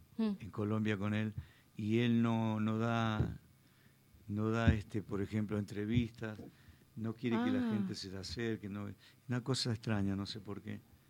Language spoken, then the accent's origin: Spanish; San Luis, Argentina; born there; also born or lived in Santo Tomé, Corrientes, Argentina / Buenos Aires, Argentina; Y bueno, pero cuando tenía meses, mi papá y mi mamá me llevaron a Buenos Aires y después de los 8 años nos vinimos para acá, para San Luis.